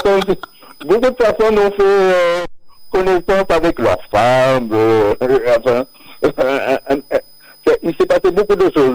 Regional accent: Paris, Île-de-France, France; born there; also born or lived in Martinique; comme je suis d'origine originaire de la Martinique, je suis né sur Paris, de Val-de-Marne

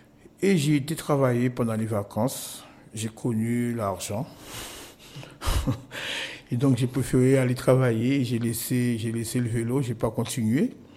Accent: Nord-Grande-Terre, Guadeloupe; je suis un Nord-Grande-Terrien

